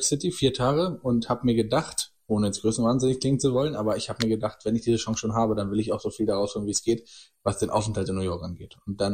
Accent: Cologne, North Rhine-Westphalia, Germany; accent: Kölsch; mein kölscher Dialekt, mag ich gerne

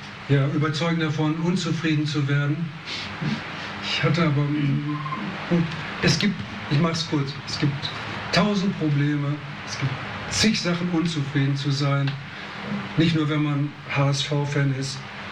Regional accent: Aurich, Lower Saxony, Germany; Ich bin schon wieder in meiner Heimat hier. Das war mein Marktplatz in Aurich.

